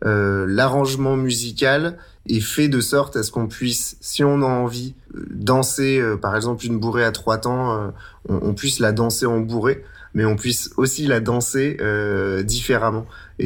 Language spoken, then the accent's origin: French; Saint-Étienne, Auvergne-Rhône-Alpes, France; En plus, on est stéphanois et on ose chanter en occitan.